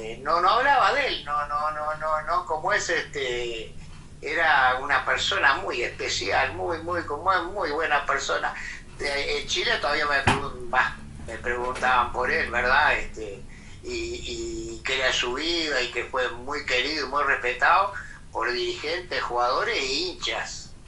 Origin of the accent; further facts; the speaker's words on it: Lascano, Rocha, Uruguay; moved away; yo soy de Lascano, de Rocha